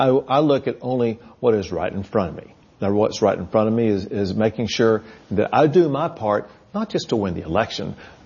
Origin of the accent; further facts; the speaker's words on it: Texas, United States; I was born in Texas. Yeah. I was raised in Texas. My daily job is to fight for Texas. It means something to be a Texan.